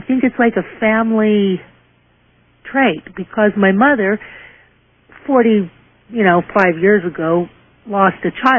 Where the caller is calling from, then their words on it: Roswell, New Mexico, United States; I'm calling from Roswell, New Mexico.